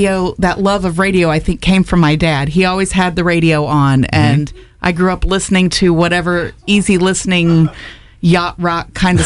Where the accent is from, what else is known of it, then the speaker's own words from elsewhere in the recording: Cuyahoga Falls, Ohio, United States; when I was growing up in Cuyahoga Falls